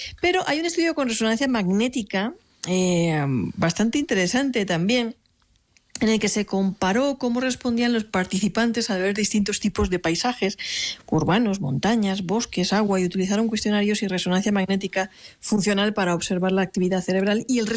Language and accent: Spanish; Alicante, Valencian Community, Spain; O sea, yo, por ejemplo, que soy del Mediterráneo, de Alicante, yo cuando voy a la playa siempre me gusta situar donde el agua rompe contra unas roquitas, ¿no?